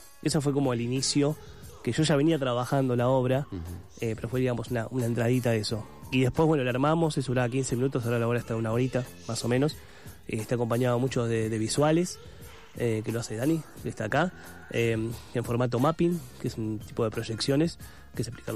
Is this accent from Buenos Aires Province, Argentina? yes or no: yes; Avellaneda, Buenos Aires Province, Argentina; Nosotros somos de Avellaneda, la obra se va a dar allá en Avellaneda.